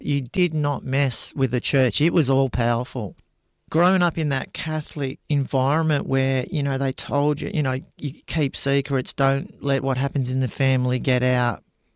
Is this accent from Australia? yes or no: yes; Melbourne, Victoria, Australia; I grew up in Melbourne, in a place called Seaford, which was a really horrible place. Tough housing commission area, you know, somewhere it'd be like Ayres or Mount Druitt in New South Wales. Burnt out cars, heavily policed.